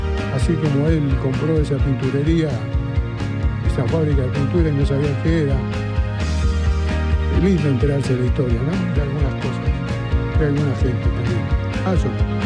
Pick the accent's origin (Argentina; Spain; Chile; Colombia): Argentina; Santa Fe; Así como siempre Buenos Aires dice que somos porteños, pero nosotros tenemos Puerto Grande.